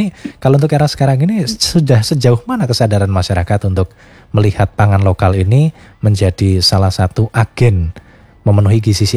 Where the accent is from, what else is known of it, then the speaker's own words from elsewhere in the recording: Java, Indonesia; karena sebagai orang Jawa gitu ya, orang yang lahir di tanah yang serba subur